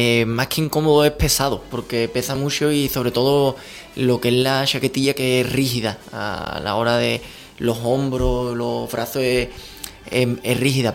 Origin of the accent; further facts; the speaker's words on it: Utrera, Andalusia, Spain; Utrera, pues en mi pueblo